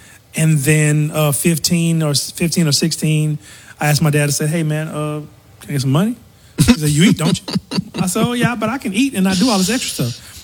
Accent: Lake Charles, Louisiana, United States; also born or lived in Eunice / Kinder; But I'm Lake Charles is what I call home. Right. Because that's where I spent my adult life from 11 years old until

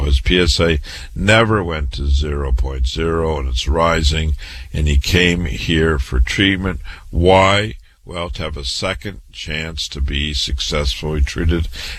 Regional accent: Waterloo, Iowa, United States; I was born and raised in Waterloo, Iowa. I went to public school, university, MD at 25, real medical doctor.

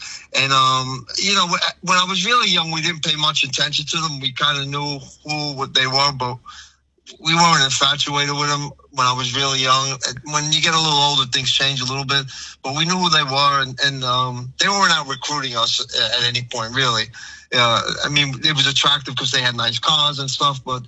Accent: Brooklyn, New York, United States; born or raised there

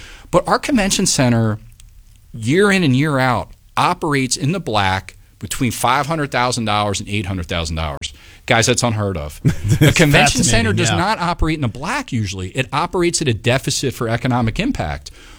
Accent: Philadelphia, Pennsylvania, United States; I'm from Philadelphia.

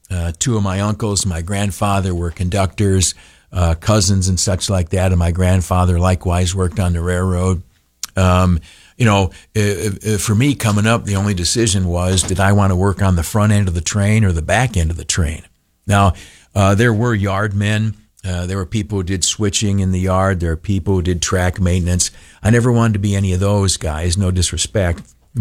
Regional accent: United States; moved away; my hometown of Canastillo

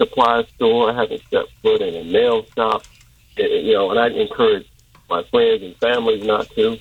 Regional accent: Chicago, Illinois, United States; born there; moved away; I was born in Chicago. I don't live there anymore.

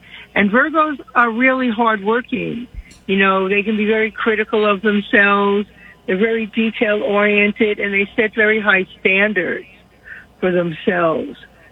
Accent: New York, United States; I mean, I'm from New York, so I have some friends and family, mostly Mets fans, but a few Yankee fans

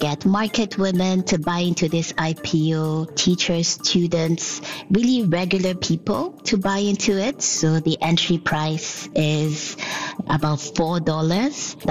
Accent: Nigeria; So literally the bus stop outside my house is called Dangote Bus Stop. I went to my hometown literally 7 hours away from here, and there were so many points to buy Dangote cement.

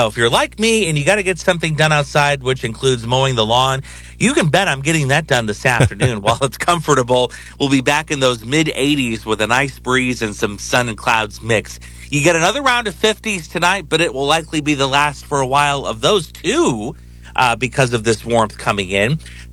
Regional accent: Sterling, Illinois, United States; moved away; I was back home in my hometown of Sterling.

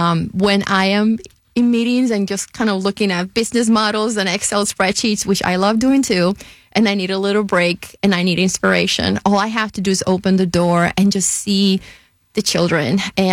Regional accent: Carolina, Puerto Rico; moved away as an adult; now in Pittsburgh, United States; I actually grew up in the same town where Roberto Clemente family is from.

